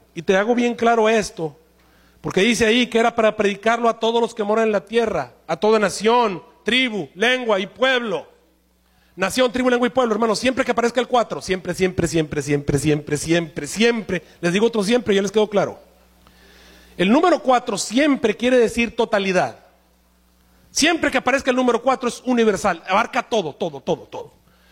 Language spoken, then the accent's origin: Spanish; Monterrey, Nuevo León, Mexico; en mi país natal, en México, y de pronto, en mi ciudad natal, en Monterrey